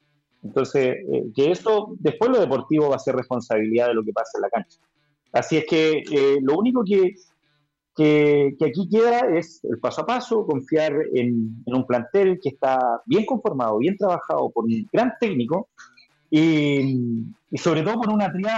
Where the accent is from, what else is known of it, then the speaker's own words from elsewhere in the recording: Argentina; now in Chile; Yo crecí en Argentina escuchando a Marcelo Araujo cuando él parte su furor en la década del 80, y yo crezco ahí. Llego en Chile, llego a Chile, llegamos en el año 90